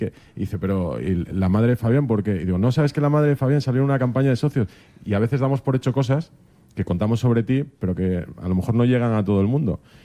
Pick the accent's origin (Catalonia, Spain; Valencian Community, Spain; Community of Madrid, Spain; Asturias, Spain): Asturias, Spain; Yo soy asturiano.